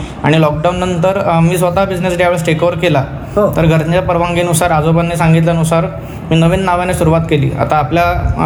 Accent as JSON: {"language": "Marathi", "town": "Dhule", "region": "Maharashtra", "country": "India", "tie": "born or raised there", "also_born_or_lived": "Kalyan", "said": "माझं बालपण धुळे शहरातच झालं। जन्म माझा कल्याणचा। बालपण सगळं शालेय शिक्षण आणि ज्युनियर कॉलेजचं शिक्षण धुळे शहरात झालं।"}